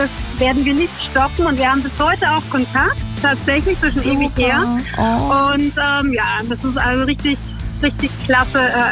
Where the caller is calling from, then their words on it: Hirschberg an der Bergstraße, Baden-Württemberg, Germany; Ich bin aus Hirschberg-Lotushausen, zwischen Heidelberg und Weinheim.